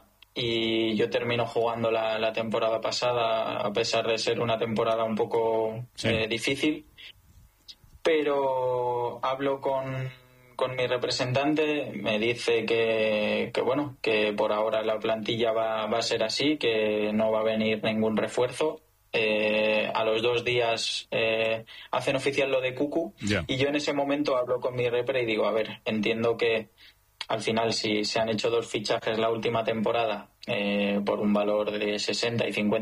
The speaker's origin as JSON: {"language": "Spanish", "country": "Spain"}